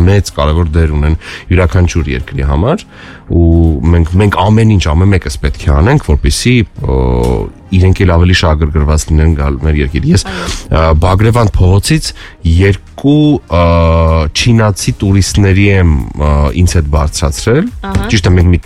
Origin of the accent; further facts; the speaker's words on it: Yerevan, Armenia; միգուցե որ այստեղ ծնվել մեծացել ենք դրանից, հա